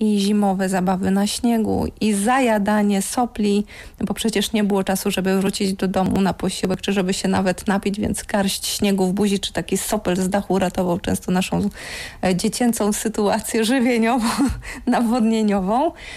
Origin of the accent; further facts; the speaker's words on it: Lower Silesian Voivodeship, Poland; jestem Polką, dolnoślązaczką, urodziłam się w Górach Sowich, z którym jestem bardzo mocno związana, bardzo doceniam to, że urodziłam się w domu rolników, że od dziecka miałam bliski kontakt z naturą